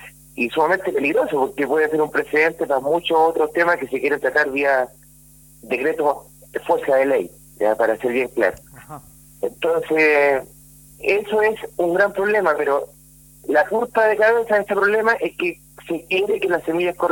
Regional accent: Cabildo, Valparaíso, Chile; moved away as an adult; estoy hace ya 13 años viviendo por acá, me vine de Valparaíso, de hecho, para acá, Cabildo. Yo soy cabildano, nací en Valparaíso, me crié en Cabildo toda mi vida, entonces siempre tuve la intención de devolverme a mi tierra, a la tierra llama, como se dice. Llegué, estoy hace 13 años, el 2013 llegué por acá

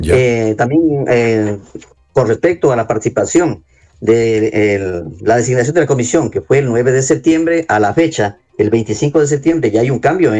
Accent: Zamora-Chinchipe, Ecuador; los que estamos perdiendo somos los zamoranos chinchipenses

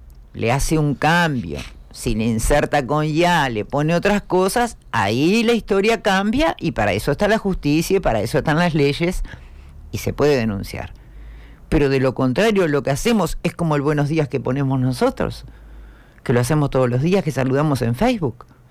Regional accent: Uruguay; Yo soy uruguayo.

